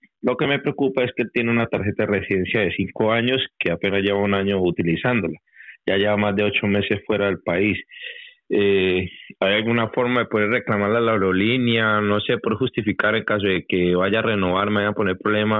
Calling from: Madrid, Community of Madrid, Spain; Me comunico de Madrid.

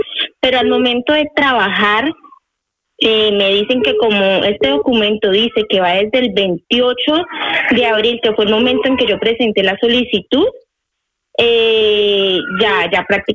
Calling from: Madrid, Community of Madrid, Spain; Me comunico desde Madrid.

